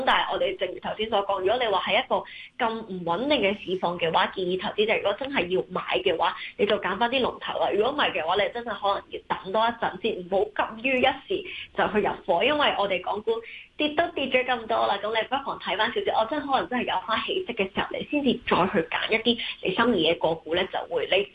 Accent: China; 因為始終我哋成日都講我哋中國人啦，咁揸金啦

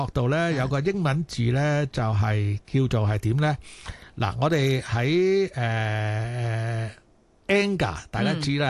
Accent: Guangdong, China; accent: Cantonese; 系啊，讲我哋广东话就比较土啲

